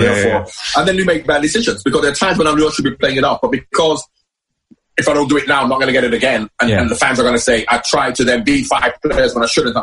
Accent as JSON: {"language": "English", "country": "Jamaica", "tie": "born or raised there", "moved": "yes", "lives_now": "England", "said": "Growing up in Jamaica, playing football in Jamaica, the level I played, at 11 years old, I was playing for the under-15s. I was an attacking midfield player, always was. I've come to England."}